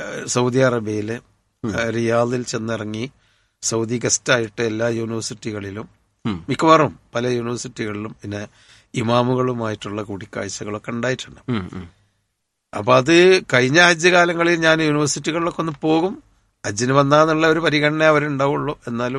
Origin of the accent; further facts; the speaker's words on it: Kerala, India; ഞങ്ങൾ രണ്ടുപേരുമാണ് കേരളത്തിൽ നിന്നായിട്ട് അറിയപ്പെട്ടത്.